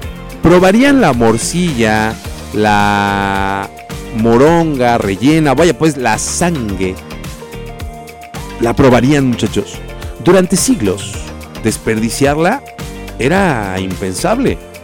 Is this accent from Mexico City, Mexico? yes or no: no; Tehuacán, Puebla, Mexico; Sí, mi hermano, somos de Tehuacán, Puebla